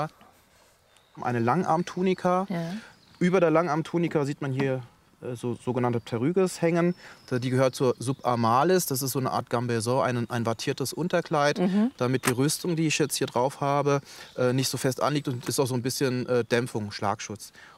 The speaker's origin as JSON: {"language": "German", "town": "Neuwied", "region": "Rhineland-Palatinate", "country": "Germany", "said": "ich komme aus Neuwied hier in Rheinland-Pfalz."}